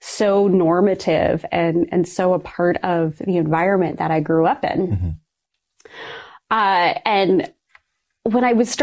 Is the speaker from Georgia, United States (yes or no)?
no; Ohio, United States; So I grew up in a very rural part of Ohio, and my family, we were church goers.